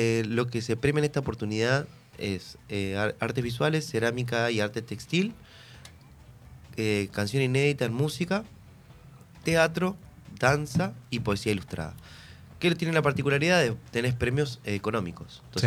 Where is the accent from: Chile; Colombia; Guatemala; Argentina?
Argentina; Paraná, Entre Ríos; También eso tiene que ver con nuestra construcción como paranaense.